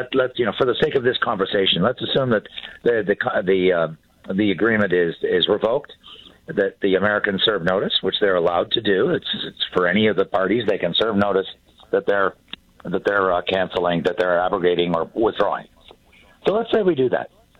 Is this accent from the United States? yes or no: no; Canada; I'm Canadian